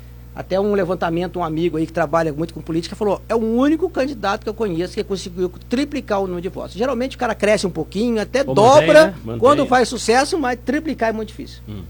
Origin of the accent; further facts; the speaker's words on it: Taubaté, São Paulo, Brazil; eu sou nascido e criado em Taubaté, ali na região da Independência, do Conjunto Urupês